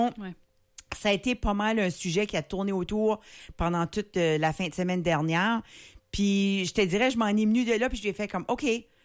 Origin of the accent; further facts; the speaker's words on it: Canada; surtout quand on vient du Canada